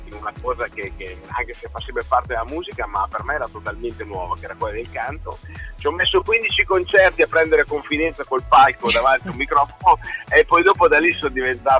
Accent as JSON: {"language": "Italian", "region": "Emilia-Romagna", "country": "Italy", "tie": "born or raised there", "said": "Mamma e papà erano grandi appassionati di musica, fondarono una delle prime balere dalle nostre parti qua in Emilia. E io e Luciano siamo cresciuti proprio da piccolissimi"}